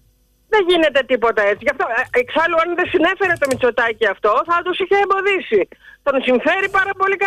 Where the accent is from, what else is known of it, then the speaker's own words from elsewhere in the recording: Central Greece, Greece; από Εύβοια.